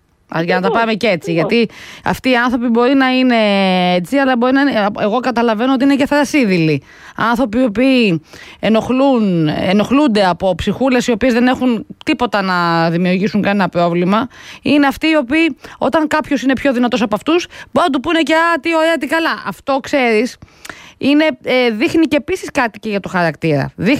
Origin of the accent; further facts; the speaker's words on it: Pyrgos, Western Greece, Greece; moved away; κάτω στο χωριό μου, στην Πελοπόννησο, στον Πύργο.